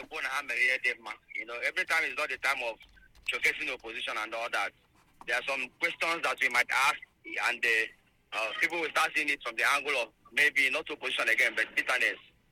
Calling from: Enugu, Enugu State, Nigeria; I come from Enugu.

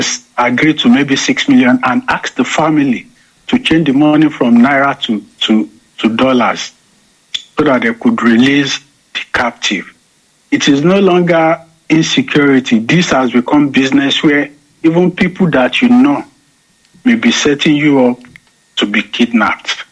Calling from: Germany; from Germany.

